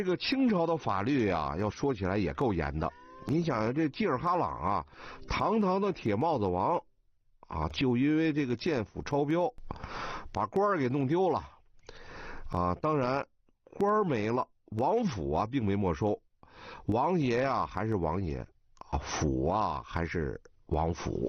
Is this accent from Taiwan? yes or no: no; Beijing, China; 我是从小在西单劈柴胡同长大的啊。